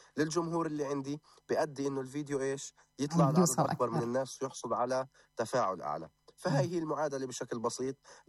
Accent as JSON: {"language": "Arabic", "country": "Palestine", "said": "كفلسطينيين"}